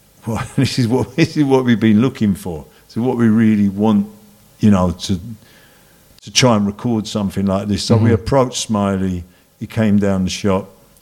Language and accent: English; London, United Kingdom; our experience of living in London and growing up in London